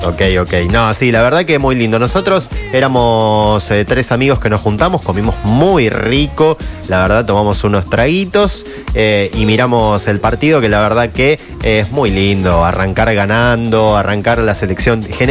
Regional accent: Argentina; pero la puta madre, somos argentinos.

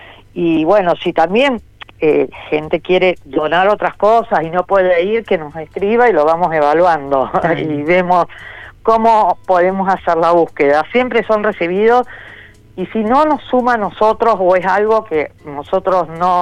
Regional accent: Rosario, Santa Fe, Argentina; todas las personas que viven en nuestra ciudad

